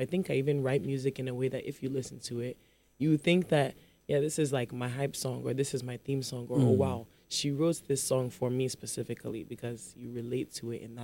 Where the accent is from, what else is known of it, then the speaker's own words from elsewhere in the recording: Accra, Greater Accra, Ghana; born there; moved away; also born or lived in Berekum, Ghana / Chicago, United States; where I'm from in Accra, or where like my hometown is in Konya